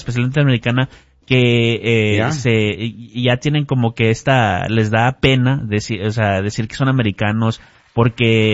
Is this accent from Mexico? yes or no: yes; Mexico; now in United States; estamos bien orgullosos de ser mexicanos